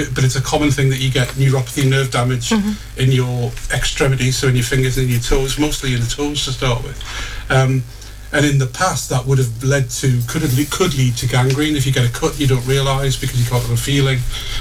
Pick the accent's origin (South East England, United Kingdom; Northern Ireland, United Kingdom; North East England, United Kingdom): North East England, United Kingdom; Newcastle upon Tyne; accent: Geordie; moved away as an adult; also born or lived in Gosforth / London; I'm a Geordie. I was born in Heaton, brought up in Heaton until I was 11, and then in Gosford after that, until I left the North East in 1987.